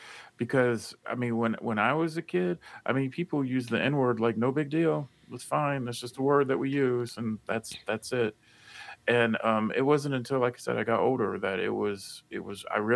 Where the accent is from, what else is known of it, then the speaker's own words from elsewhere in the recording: the South, United States; moved away; I'm from the South, and when I was a kid, I heard that term all the time.